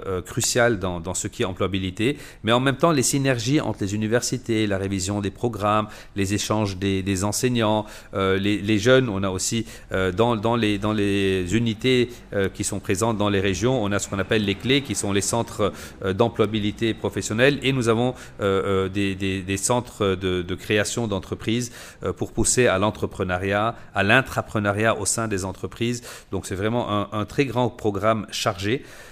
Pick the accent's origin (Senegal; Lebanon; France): Lebanon; en tant que Libanais, il faut maintenir nos trois langues, qui sont notre diversité, mais en même temps notre ouverture au monde.